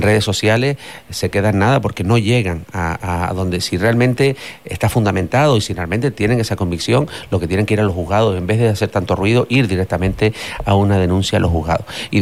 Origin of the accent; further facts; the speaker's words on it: La Matilla, Canary Islands, Spain; yo soy de La Matilla